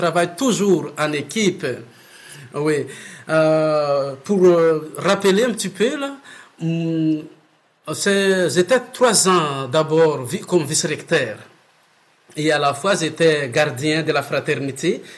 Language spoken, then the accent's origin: French; Madagascar; French is a second language; Oui, comme je viens de Madagascar. J'ai fait tout mon parcours des études, des formations, c'était à Madagascar.